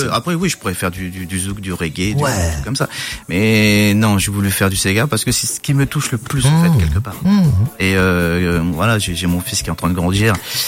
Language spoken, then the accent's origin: French; France; born there; En fait, c'est simple. Je suis né en France.